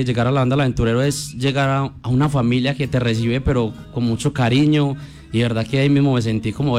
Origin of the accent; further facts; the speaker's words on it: Medellín, Antioquia, Colombia; Bueno, vivo en la ciudad de Medellín.